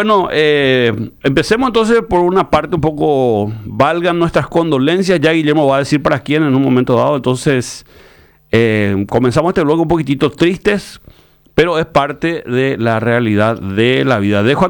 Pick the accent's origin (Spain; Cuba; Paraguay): Paraguay; la grandeza que nos caracteriza como paraguayos